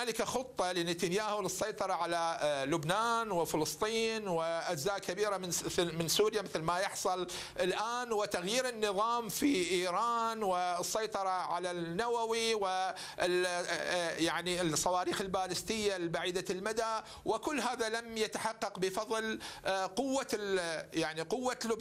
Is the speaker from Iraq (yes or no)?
yes; Iraq; يعني أنا عراقي لا أتحدث عن إيران، ليس المتحدث باسم الجمهورية الإيرانية، أنا عراقي